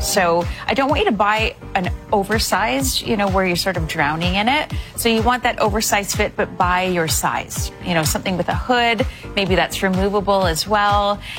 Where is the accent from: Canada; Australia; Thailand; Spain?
Canada; Hamilton, Ontario; my hometown, Hamilton.